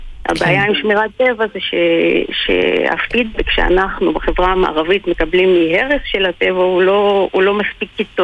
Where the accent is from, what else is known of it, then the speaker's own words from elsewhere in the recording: Northern District, Israel; האמת שגדלתי בגליל, בערים